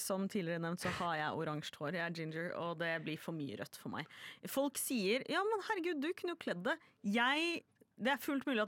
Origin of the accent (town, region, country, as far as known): Oslo, Norway